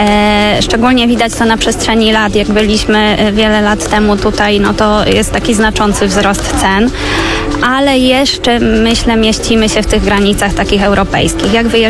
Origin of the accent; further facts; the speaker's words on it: Świętokrzyskie Voivodeship, Poland; My oczywiście polecamy Góry Świętokrzyskie. Jesteśmy z Gór Świętokrzyskich.